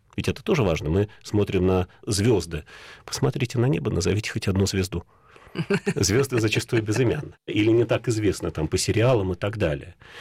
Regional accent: Moscow, Russia; also born or lived in United States; у меня опыт детский, потому что я вроде как москвич, но я всегда был гостем столицы, потому что мы жили в Америке

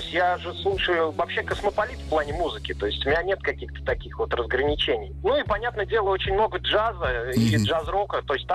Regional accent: Penza, Penza Oblast, Russia; moved away as an adult; also born or lived in Moscow; Изначально я уроженец города Пензы. Ну и жил, скажем, до 22 лет в этом славном, замечательном городе.

